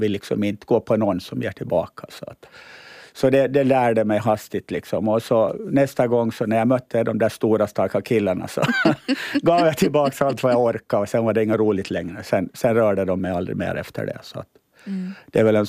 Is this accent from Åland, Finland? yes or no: yes; Åland, Finland